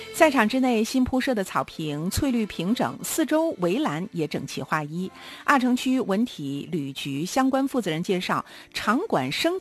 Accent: Harbin, Heilongjiang, China; 如果不是这个从小在哈尔滨长大的，肯定说姜岩啊。咱们这个哈尔滨人都说姜燕儿啊

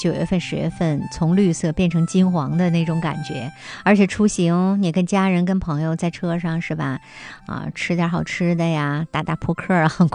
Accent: Harbin, Heilongjiang, China; 我们东北人啊，哈尔滨人啊

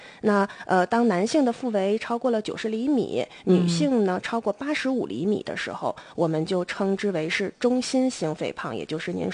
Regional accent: China; 对于我们中国人来说

